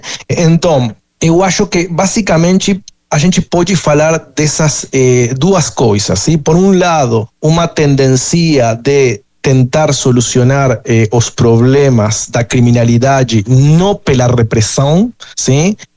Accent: Uruguay; moved away; Mas em Uruguai, que foi o país onde eu cresci, entende? Morei toda a minha vida lá

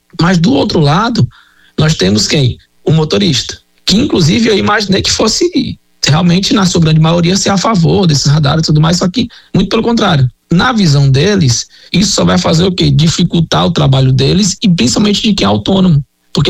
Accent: Fortaleza, Ceará, Brazil; Eu vou falar aqui, eu sou natural de Fortaleza, tá?

